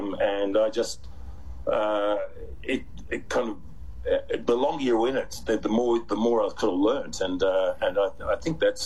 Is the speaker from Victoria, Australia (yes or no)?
yes; Melbourne, Victoria, Australia; moved away as an adult; also born or lived in Sydney; when I moved to Sydney in the 1980s. I was born in Sydney, and so was my family. But we lived in Melbourne for most of our, you know, formative years.